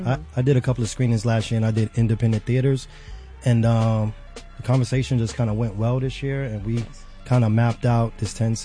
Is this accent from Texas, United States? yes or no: no; New York, United States; First stop is New York, my hometown.